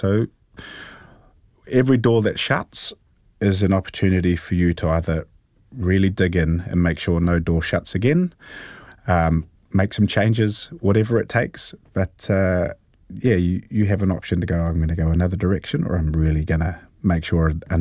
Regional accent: Hastings, Hawke's Bay, New Zealand; I grew up in Hastings.

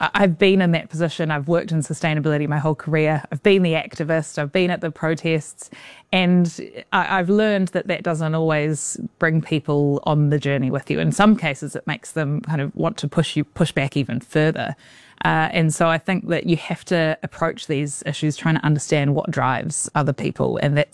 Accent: Auckland, New Zealand; also born or lived in London; I grew up in Auckland, spent 9 years in London, and now I want to make New Zealand as you know, as awesome as a place it can be

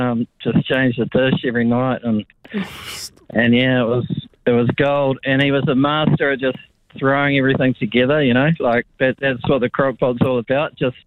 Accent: Cambridge, East of England, United Kingdom; Yeah, good. No, I'm not from Marlborough, from Cambridge.

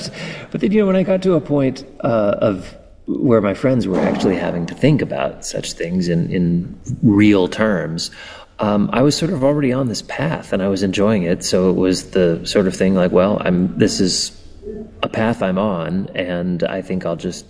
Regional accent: Canada; So, but growing up in Canada, I'm also a hockey fan

